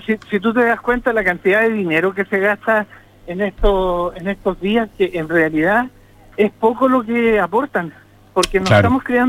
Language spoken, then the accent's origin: Spanish; Iquique, Tarapacá, Chile